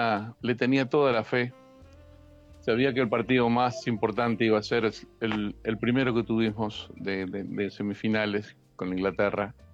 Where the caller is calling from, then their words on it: Zapala, Neuquén, Argentina; Yo soy de Zapala, Neuquén.